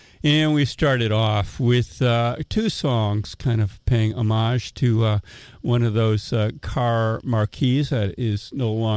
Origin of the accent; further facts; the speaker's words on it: Midwest, United States; as a Midwesterner